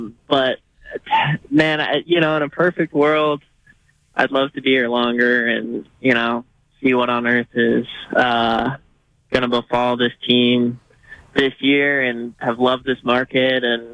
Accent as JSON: {"language": "English", "area": "the Bay Area", "region": "California", "country": "United States", "tie": "born or raised there", "moved": "yes", "lives_now": "Denver, United States", "said": "grew up in the Bay."}